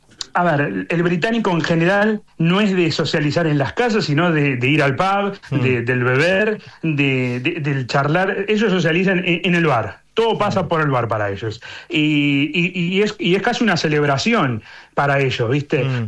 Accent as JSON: {"language": "Spanish", "country": "Argentina", "moved": "yes", "lives_now": "United Kingdom", "said": "saben que sos argentino"}